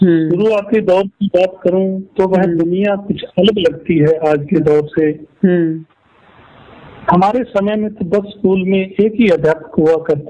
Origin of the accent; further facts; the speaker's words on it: Adhomajra, Haryana, India; now in Ambala, India; मेरा गांव अधोमाजरा है परंतु अब मैं अंबाला शहर में रहता हूँ।